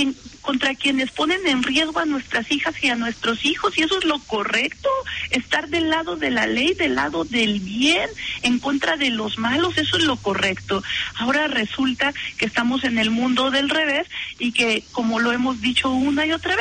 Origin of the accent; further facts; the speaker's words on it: Zacatecas, Mexico; Simplemente déjame hablar de mi tierra. En Zacatecas había funcionarios de gobierno estatal